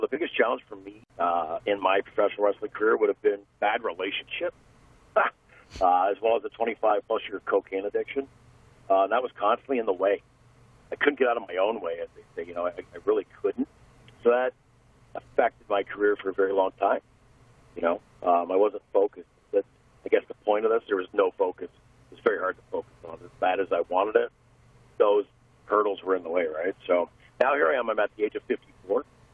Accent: Windsor, Ontario, Canada

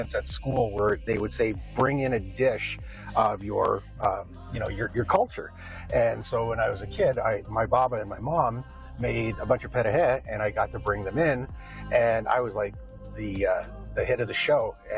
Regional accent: Windsor, Ontario, Canada; first language Ukrainian; English is a second language; my first language was primarily Ukrainian, so it was a big culture shock when I ended up going to school and being put in that different realm. But growing up in Windsor, Windsor is a really, really multi-ethnic community

